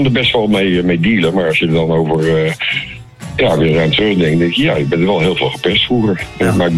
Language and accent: Dutch; Groningen, Netherlands; Ja, ik ben dan opgegroeid in Groningen.